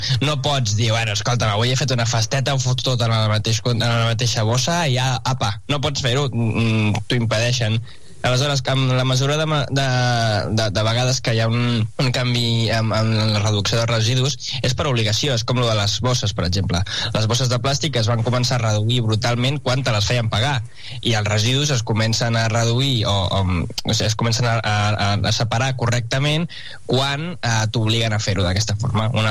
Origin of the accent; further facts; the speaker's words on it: Llinars del Vallès, Catalonia, Spain; now in Sant Esteve de Palautordera, Spain; Jo sóc de Sant Esteve Palau Tordera, visc aquí i també hi ha porta a porta, i sóc originari de Llinars del Vallès